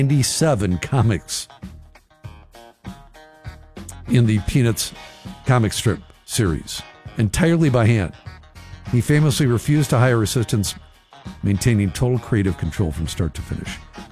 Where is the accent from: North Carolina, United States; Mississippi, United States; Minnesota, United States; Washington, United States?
Minnesota, United States; Minneapolis; I grew up in Northeast Minneapolis.